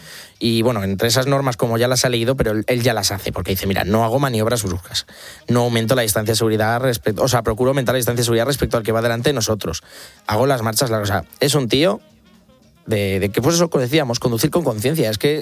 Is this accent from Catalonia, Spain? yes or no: no; Tarancón, Castilla-La Mancha, Spain; now in Madrid, Spain